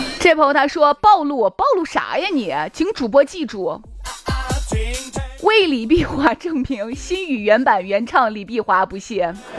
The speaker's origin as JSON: {"language": "Chinese", "region": "Shaanxi", "country": "China", "said": "其实我们陕西话真的啊高大上"}